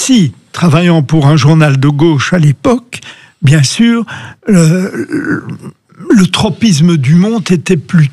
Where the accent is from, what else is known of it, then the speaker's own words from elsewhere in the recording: Belgium; c'est un merveilleux pays, moi j'y suis très attaché, je suis belge, bien que j'ai pris la nationalité britannique après le Brexit